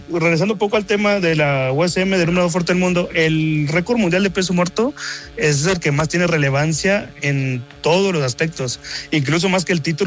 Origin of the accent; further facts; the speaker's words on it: Ciudad Victoria, Tamaulipas, Mexico; Pero yo soy originario de Tamaulipas.